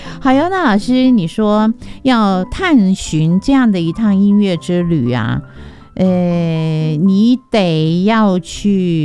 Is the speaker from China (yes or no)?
no; Taiwan